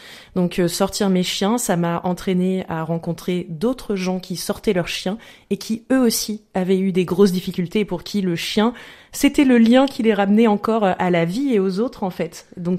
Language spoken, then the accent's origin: French; Normandy, France; born there; now in Caen, France; Tout à fait. Je suis née en Haute-Normandie, mais j'ai passé la majeure partie de ma vie d'adulte ici à Caen, dans la campagne caennaise.